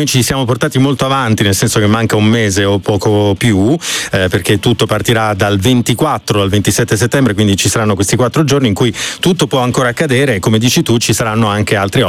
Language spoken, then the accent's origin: Italian; Sicily, Italy; anch'io sono siciliano